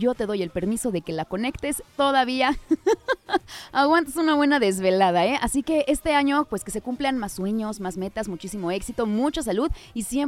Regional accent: Puebla, Mexico; es un orgullo como poblana, como locutora

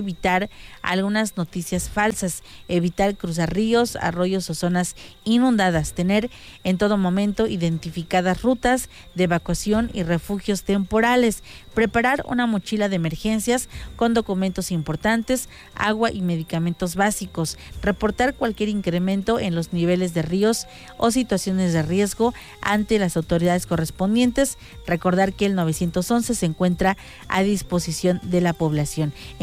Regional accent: Mexico; Creo que es esa música que nos inspira siempre como mexicanos a sentirnos orgullosos de lo que se vive en las comunidades.

